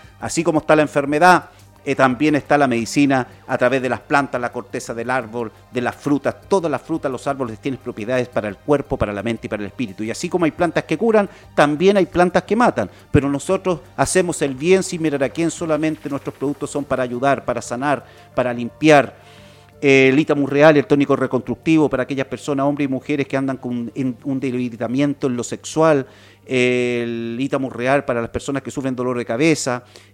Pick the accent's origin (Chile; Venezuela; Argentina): Chile; yo soy chileno